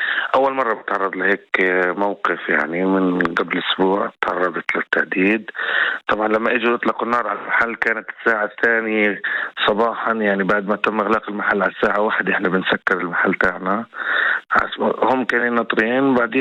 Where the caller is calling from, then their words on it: West Bank, Palestine; عندنا في الضفة الغربية